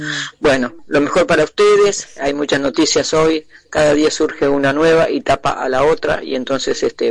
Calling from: Ituzaingó, Buenos Aires Province, Argentina; de Ituzaingó.

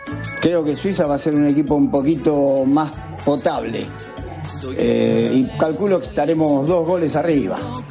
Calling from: Buenos Aires, Argentina; de Floresta

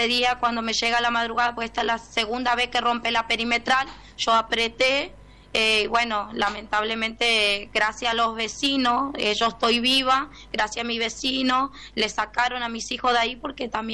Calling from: Presidencia Roque Sáenz Peña, Chaco, Argentina; Soy de Presidencia Roque Sáenz Peña, Chaco

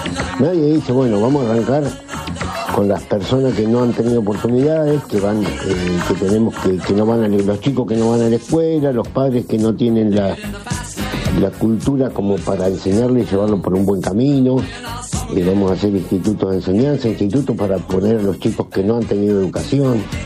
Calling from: Pergamino, Buenos Aires Province, Argentina; de Pergamino.

